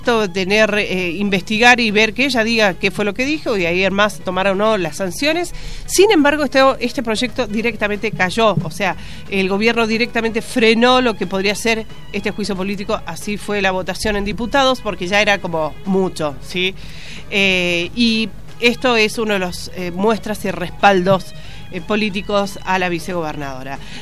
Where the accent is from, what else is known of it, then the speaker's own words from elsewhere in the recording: Argentina; comentarios respecto a si los argentinos somos o no racistas.